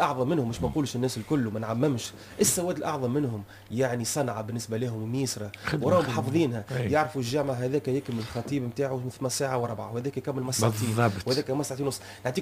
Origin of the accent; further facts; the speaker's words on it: Tunisia; مما اشتهر عندنا في تونس يعني منذ قديم هي رواية ورش